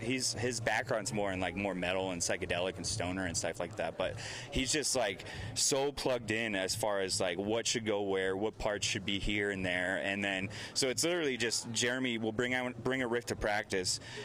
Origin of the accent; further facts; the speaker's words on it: Colorado Springs, Colorado, United States; And we're from Colorado Springs, but we kind of we're just as kin with the Denver scene as we are with the Colorado Springs scene.